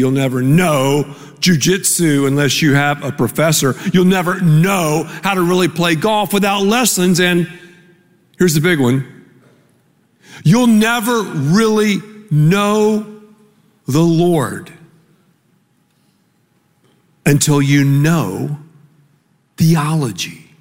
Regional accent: Texas, United States; We're from Texas. I mean, I'm from the dirty South.

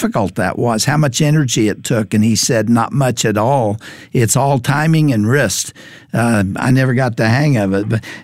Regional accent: Texas, United States; I grew up in Texas in a strong Christian family.

